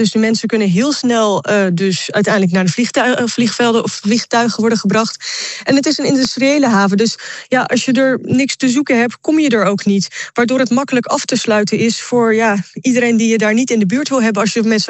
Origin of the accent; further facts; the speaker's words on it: Spain; Dutch is a second language; Dus als we kunnen helpen, moeten wij dat als Spanjaarden zeker doen.